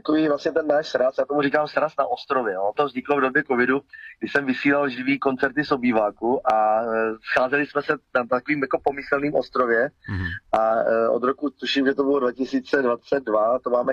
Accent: Ivančice, South Moravian Region, Czechia; born there; což je řeka Oslava, to je moje rodiště tady kolem Ivančic, kde jsem se narodil

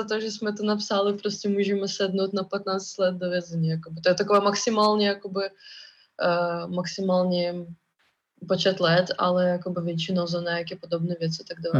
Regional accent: Russia; Czech is a second language; now in Prague, Czechia; i když jsme z Ruska

